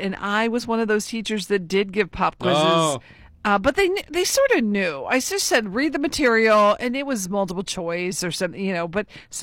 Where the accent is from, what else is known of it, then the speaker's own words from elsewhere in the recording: Summit County, Ohio, United States; born there; also born or lived in Athens; I was born in Summit County.